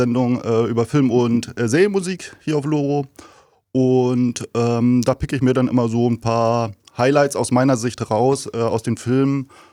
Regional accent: East Germany, Germany; Ja, ich bin aus dem Osten, aber zu der Zeit war ich, also zur Wendezeit war ich 9.

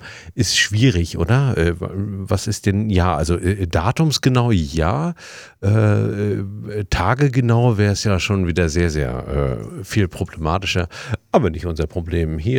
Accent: Mecklenburg-Vorpommern, Germany; weil wir gesagt haben, wir kommen aus Mecklenburg

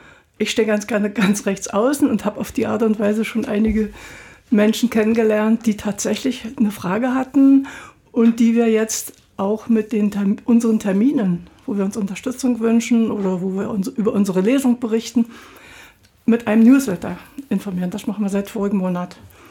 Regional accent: Prenzlau, Brandenburg, Germany; born there; Ich bin in Prenzlau geboren.

